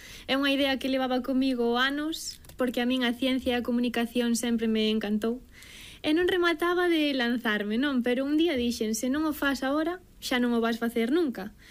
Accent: Ourense, Galicia, Spain; Veño de Ourense, do calor, do forno, como digo eu.

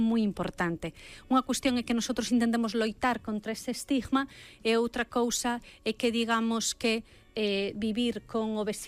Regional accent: Moeche, Galicia, Spain; eu son de Moecha, non? Entón, vin como se facían os chourizos

